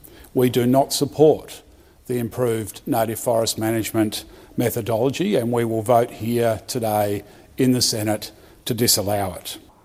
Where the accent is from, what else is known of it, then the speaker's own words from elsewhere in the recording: Tasmania, Australia; my home state of Tasmania